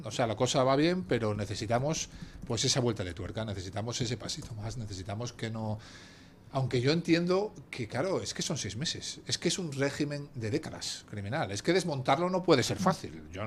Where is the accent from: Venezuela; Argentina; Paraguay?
Venezuela; yo creo que es diferente el análisis que se puede hacer desde Europa, incluso claro, siendo venezolano, claro, que desde Venezuela.